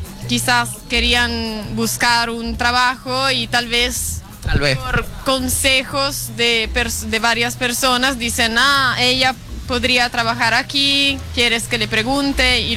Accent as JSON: {"language": "Spanish", "town": "Treviso", "region": "Veneto", "country": "Italy", "second_language": "Spanish", "said": "Treviso, en la provincia de Venecia."}